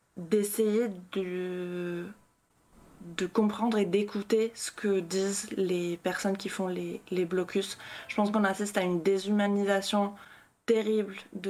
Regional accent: Bolivia; now in France; Je suis bolivienne. J'habite en France.

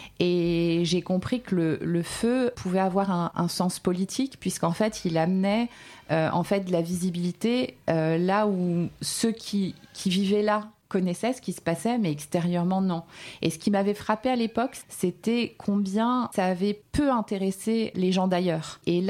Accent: Pierrefitte-sur-Seine, Île-de-France, France; j'ai 45 ans, je suis née en 80. J'ai grandi dans le 93 à Pierrefitte-sur-Seine, dans le quartier des Poètes, la Cité Rose. Mes parents sont venus de Tunisie

